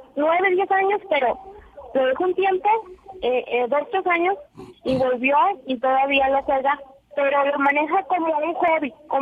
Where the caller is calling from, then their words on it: Monterrey, Nuevo León, Mexico; las que somos de Monterrey, las que no somos de aquí.